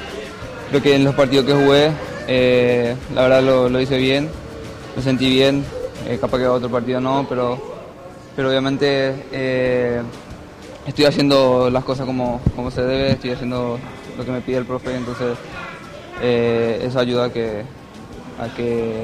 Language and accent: Spanish; Paraguay; moved away; Estoy en mi país